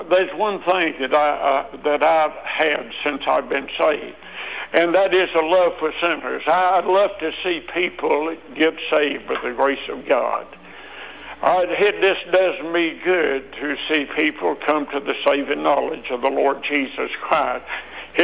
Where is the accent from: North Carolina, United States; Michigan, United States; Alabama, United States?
North Carolina, United States; Mount Airy; this lady found out that I was from Mount Airy. As a matter of fact, she asked me where I was from, and I probably told her that I was from Mount Airy.